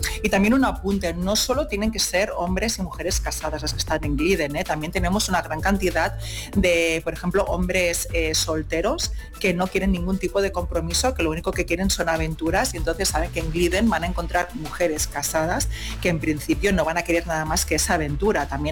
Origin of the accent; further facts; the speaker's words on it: Spain; yo soy española y no vivo en Colombia